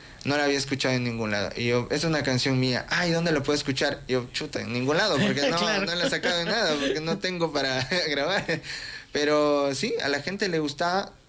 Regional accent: Quito, Pichincha, Ecuador; Soy un joven quiteño

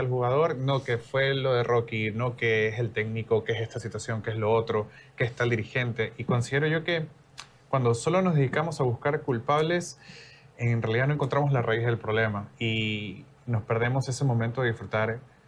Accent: Ecuador; Y siento yo que como ecuatoriano, si yo apoyé durante las eliminatorias

